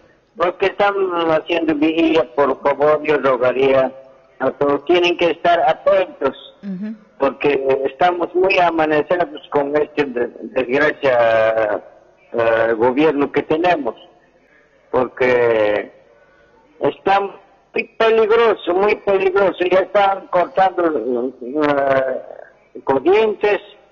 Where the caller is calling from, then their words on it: Quillacollo, Cochabamba, Bolivia; yo soy de Cochabamba, de Quillacollo